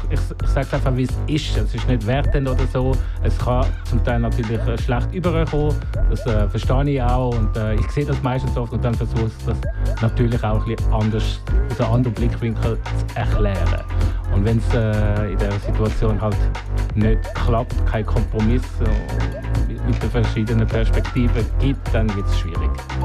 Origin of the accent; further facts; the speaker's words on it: Zurich, Switzerland; In der Schweiz, ja. Also in nicht in der Stadt Zürich. In einem Kaff im Zürich Unterland. Genau, da bin ich aufgewachsen.